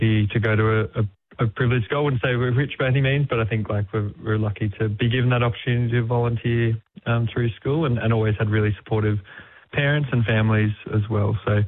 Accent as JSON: {"language": "English", "town": "Brisbane", "region": "Queensland", "country": "Australia", "tie": "born or raised there", "said": "I grew up in Brisbane"}